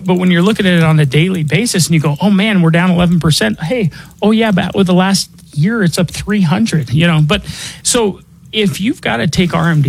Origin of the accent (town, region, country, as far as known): Denver, Colorado, United States; born or raised there